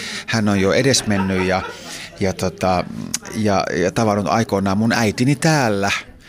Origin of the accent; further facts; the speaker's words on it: Central Finland, Finland; Me tosin asuttiin sitten tuolla Keski-Suomessa ja mä oon syntynyt siellä, mutta täällä Hämeenlinnassa mä oon tosi paljon käynyt